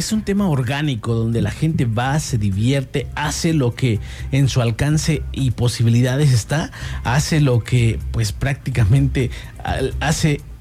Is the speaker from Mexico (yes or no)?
yes; Mexico; la vez pasada que hubo un mundial en nuestro país